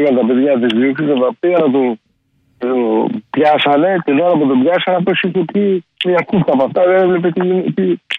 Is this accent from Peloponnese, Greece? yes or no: no; Karditsa, Thessaly, Greece; Να σκεφτείτε στην Καρδίτσα. Ναι. Επειδή η πατρίδα μου το λέω